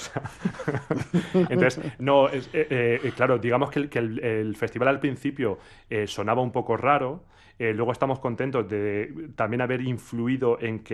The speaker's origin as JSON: {"language": "Spanish", "town": "Orcera", "region": "Andalusia", "country": "Spain", "tie": "born or raised there", "moved": "as an adult", "said": "yo nací en Orcera"}